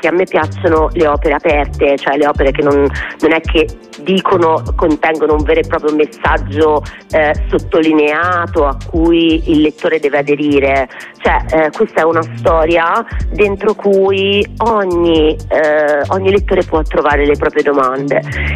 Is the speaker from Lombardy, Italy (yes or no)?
no; Tuscany, Italy; accent: not proper Tuscan; il mio accento non è toscano buono, però io sono, secondo me, nel guardare le cose molto toscana